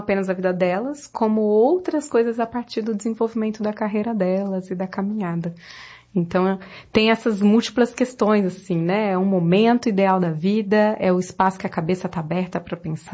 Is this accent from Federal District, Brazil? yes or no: no; São Paulo, Brazil; Olá! Bom, eu sou de São Paulo, casada já há 14 anos com o Lucas, que é meu amigo de escola.